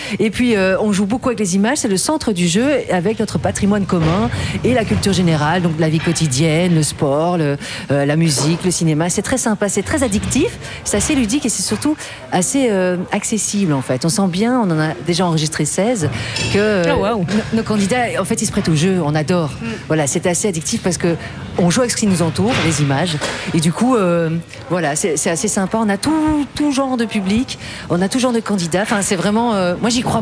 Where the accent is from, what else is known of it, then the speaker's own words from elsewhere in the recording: Brussels, Brussels-Capital Region, Belgium; now in Hainaut, Belgium; Moi, je suis bruxelloise en fait d'origine et au départ, et j'ai découvert le Hainaut, la Wallonie.